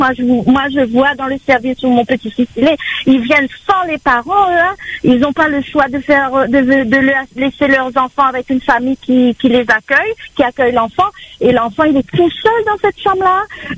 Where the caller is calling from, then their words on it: France; on est français ou quoi, nous?